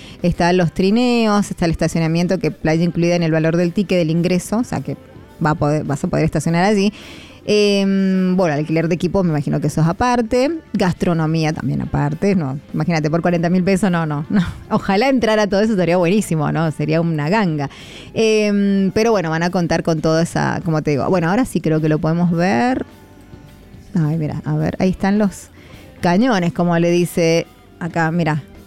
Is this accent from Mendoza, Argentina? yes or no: yes; Mendoza, Argentina; Bueno, nosotros, ¿qué podemos hacer como mendocinos, Señor? Manda nieve.